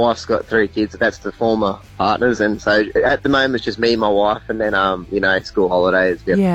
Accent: Townsville, Queensland, Australia; I wasn't born and bred in Townsville. My parents did travel around a lot as a young fella, and ended up in Townsville. So I do call Townsville home.

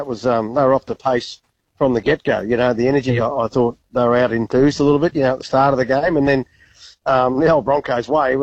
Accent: Ipswich, Queensland, Australia; born or raised there; also born or lived in Rockhampton

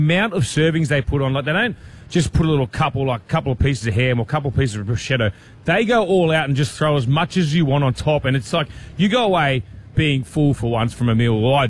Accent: Leichhardt, New South Wales, Australia; Well, Kat, you know I love my Italian. I grew up in Leichhardt.

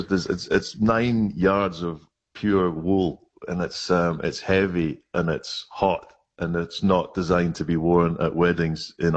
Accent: Scotland, United Kingdom; I am from Aberdeenshire, which is sort of the northeast of Scotland.

